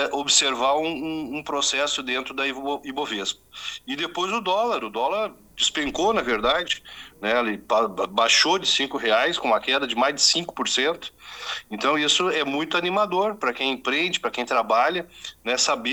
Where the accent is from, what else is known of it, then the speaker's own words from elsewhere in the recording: Rio Grande do Sul, Brazil; nos anima enquanto produtor, nos anima enquanto gaúcho